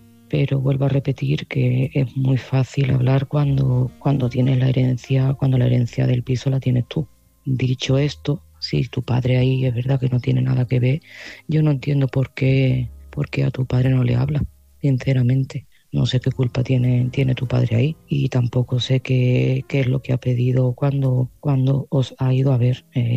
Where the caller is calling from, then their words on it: Seville, Andalusia, Spain; de Sevilla y este mensaje va para Lara.